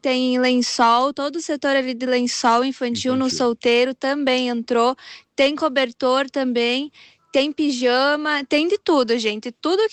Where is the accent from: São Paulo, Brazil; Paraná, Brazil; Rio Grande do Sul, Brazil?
Rio Grande do Sul, Brazil; Bento Gonçalves; Sou de Bento, sou de fora.